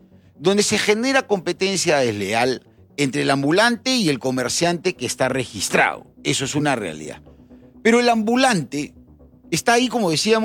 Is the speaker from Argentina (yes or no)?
no; Lima, Peru; Yo soy hijo de provinciano también, yo soy hijo de provinciano, primera generación de limeño